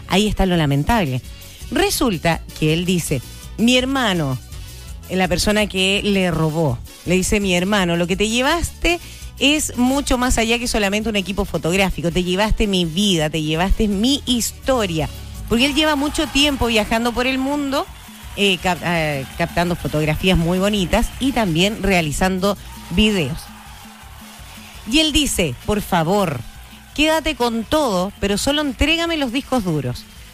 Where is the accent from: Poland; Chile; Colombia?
Chile; Oye, somos todos chilenos, por supuesto.